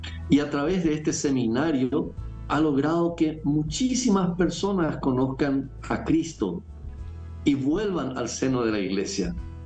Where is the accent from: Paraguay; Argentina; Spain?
Paraguay